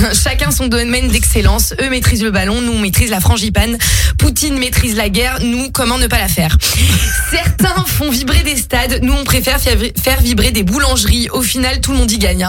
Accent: France; Parce que je suis française

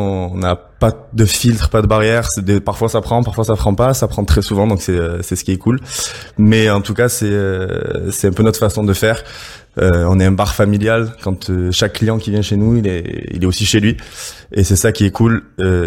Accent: Marseille, Provence-Alpes-Côte d'Azur, France; je suis marseillais avant tout, donc on sera français.

